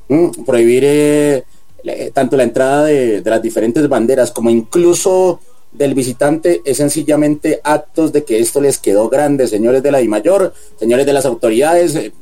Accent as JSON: {"language": "Spanish", "country": "Colombia", "said": "yo, siendo colombiano"}